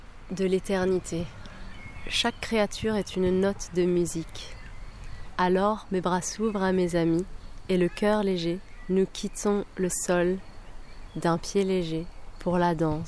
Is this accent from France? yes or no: yes; France; born there; Eh ben, bah déjà, moi je suis née en France, donc j'écris principalement en français.